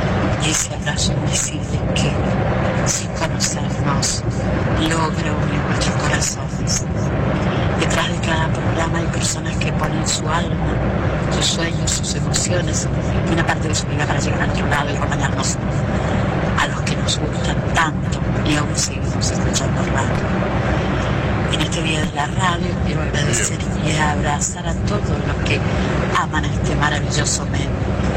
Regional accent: San Luis, Argentina; de San Luis y aquí voy viajando.

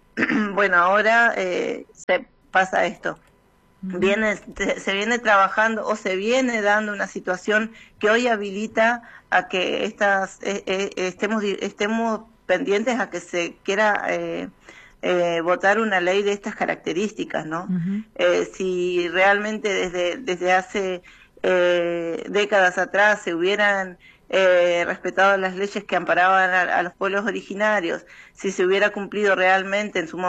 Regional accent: Argentina; nosotros somos parte de un pueblo originario y en nuestro documento además dice que somos ciudadanos argentinos

